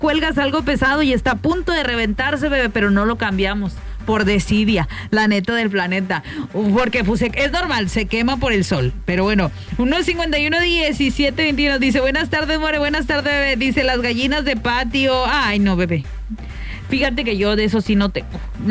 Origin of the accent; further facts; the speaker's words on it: Mexico; cosas que no pueden faltar en la casa de un mexicano, que la mayoría tenemos como buenos mexicanos en casita